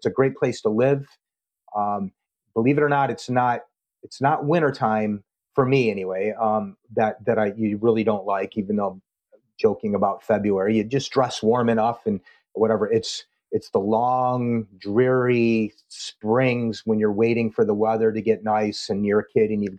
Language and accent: English; Buffalo, New York, United States; moved away; also born or lived in Pensacola, Florida; there's disadvantages to growing up in Western New York.